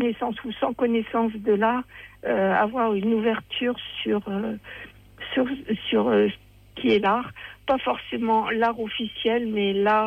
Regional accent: Seclin, Hauts-de-France, France; born there; c'était là où je suis née, à Seclin.

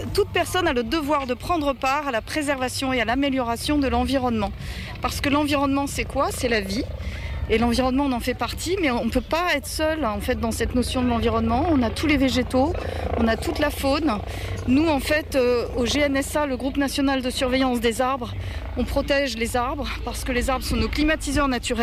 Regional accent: Centre-Val de Loire, France; Mais nous, on vient d'Eure-et-Loire parce qu'on lutte contre un autre gros projet d'infrastructure

